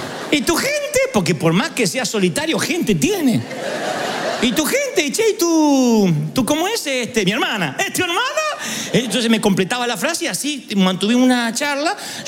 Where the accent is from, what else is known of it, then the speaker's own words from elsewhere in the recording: Billinghurst, Buenos Aires, Argentina; moved away; vamos a Billinghurst, a mi barrio natal.